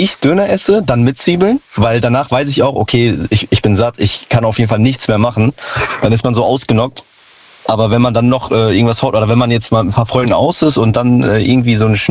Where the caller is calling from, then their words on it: North Rhine-Westphalia, Germany; Gut mitbekommen, dass wir sind aus der Nähe aus Dortmund.